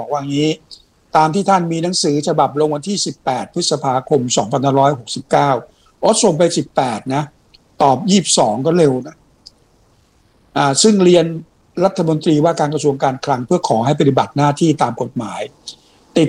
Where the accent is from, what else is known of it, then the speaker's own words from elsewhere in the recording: Ayutthaya, Phra Nakhon Si Ayutthaya, Thailand; ใช่เด็กหัวรอ